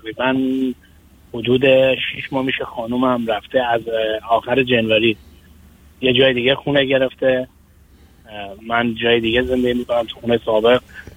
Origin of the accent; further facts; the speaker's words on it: Iran; also born or lived in Afghanistan; now in United States; من درسم رو تو ایران هم خوندم، تو افغانستان هم خوندم. من واقعا ما اهل افغانستان هستیم ولی من بزرگ شده ایران هستم.